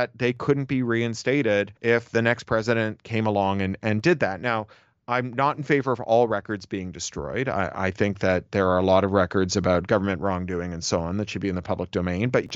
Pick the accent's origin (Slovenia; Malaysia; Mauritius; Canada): Canada; now in United States; in Canada, I'm from Canada.